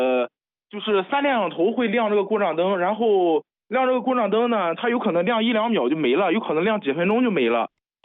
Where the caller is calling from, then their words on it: Jinan, Shandong, China; 我在省外回山东济南的时候，因为我家是济南的